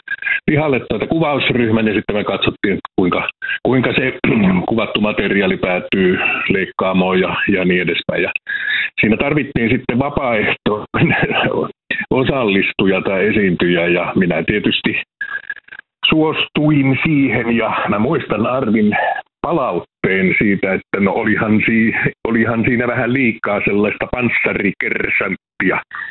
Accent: Savonia, Finland; No mä tunnustan aina, että mä oon semmoinen yleis-itäsuomalainen, eli mä oon savolainen, mutta kyllä tämä itäsuomalainen

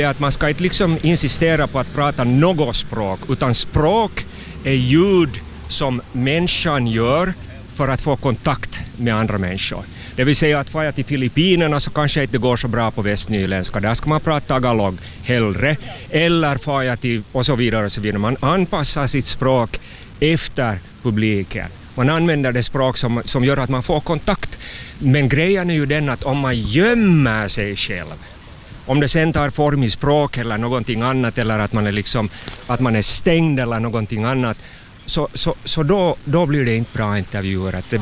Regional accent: Hanko, Uusimaa, Finland; also born or lived in Canada; Jag är hangöbo, jag är flera egentligen. Jag är finlandssvensk, hangöbo kanske framför allt. Och så är jag också kanadensare.

